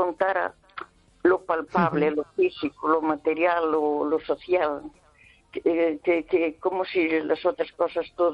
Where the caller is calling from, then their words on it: Santiago de Compostela, Galicia, Spain; de Santiago.